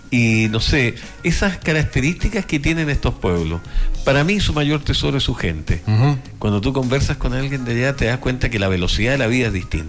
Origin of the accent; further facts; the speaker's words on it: Peumo, O'Higgins, Chile; moved away; la comuna de Peumo en su aniversario 153, mi tierra natal